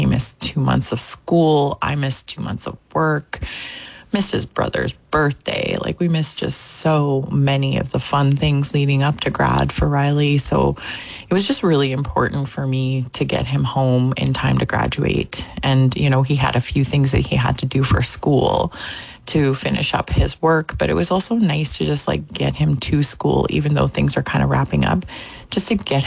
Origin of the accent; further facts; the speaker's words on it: Winnipeg, Manitoba, Canada; You know, I often say, like, Winnipeg gets a really bad rap. I love my hometown. I love this city.